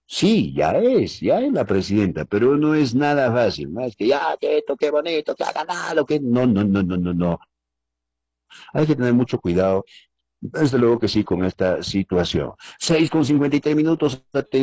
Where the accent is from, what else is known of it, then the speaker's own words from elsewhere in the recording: Sicuani, Cusco, Peru; moved away; por mi tierra linda allá en la ciudad de Sicuani